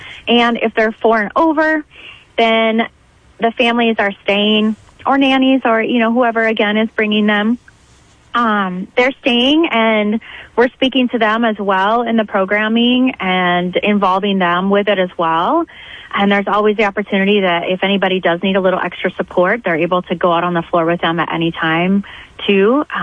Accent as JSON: {"language": "English", "region": "Midwest", "country": "United States", "also_born_or_lived": "Arizona, United States", "lives_now": "Sioux Falls, United States"}